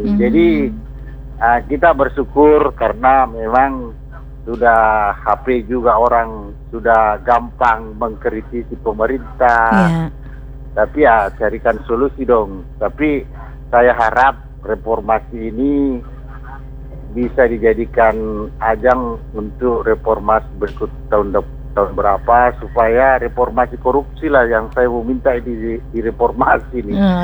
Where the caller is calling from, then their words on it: Parepare, South Sulawesi, Indonesia; Kalau kita ini orang Pare-Pare